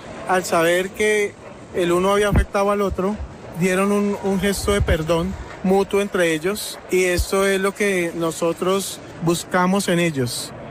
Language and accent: Spanish; Colombia